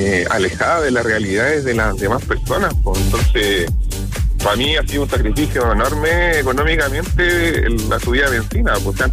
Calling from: Pudahuel, Santiago Metropolitan Region, Chile; Porque yo vivo en Pudahuel

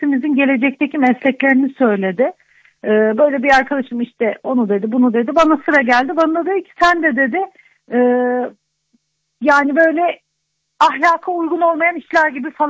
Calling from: Ankara, Turkey; Ankara'dan arıyorum.

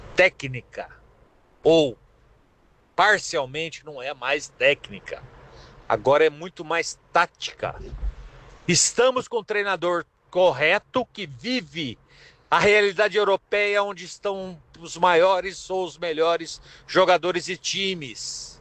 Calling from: São José dos Campos, São Paulo, Brazil

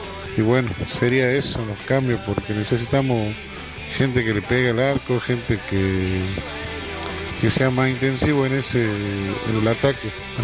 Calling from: Salta, Argentina; de Salta.

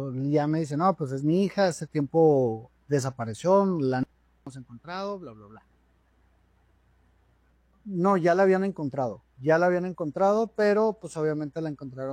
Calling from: Lerdo, Durango, Mexico; En Ciudad Lerdo, Durango.

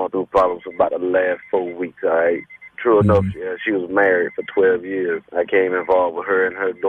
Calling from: Miami, Florida, United States; Look, I'm calling from Miami.

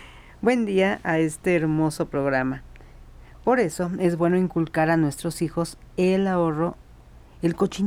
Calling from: Magdalena Contreras, Mexico City, Mexico; de Magdalena Contreras.

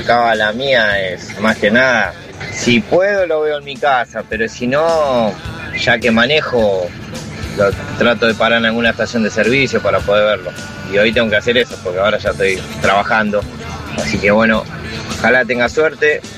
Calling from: San Miguel, Buenos Aires Province, Argentina; de San Miguel

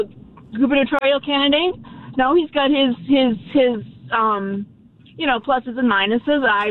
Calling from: Barrington, Rhode Island, United States; I'm from Barrington.

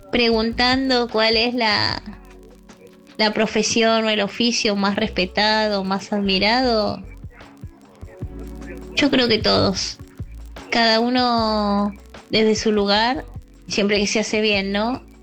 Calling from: Caballito, Buenos Aires, Argentina; Les mando un fuerte abrazo. … de Caballito.

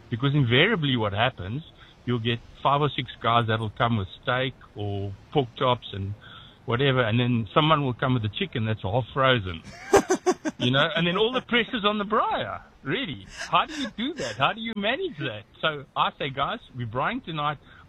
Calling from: Paarl, Western Cape, South Africa; I'm from Paul.

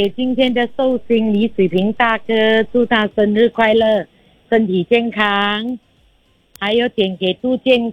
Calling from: Kuala Lumpur, Federal Territory of Kuala Lumpur, Malaysia

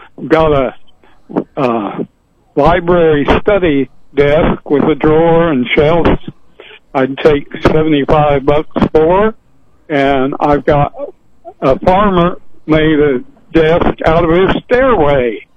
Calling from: Norborne, Missouri, United States

